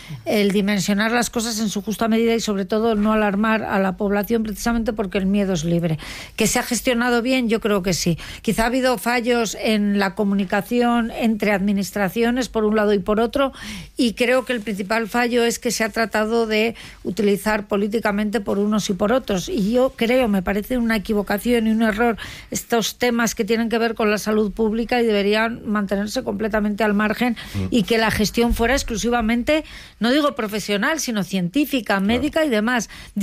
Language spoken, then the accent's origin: Spanish; Madrid, Community of Madrid, Spain; born there; Ahí nací yo, en el Gómez Ulla, sí, claro.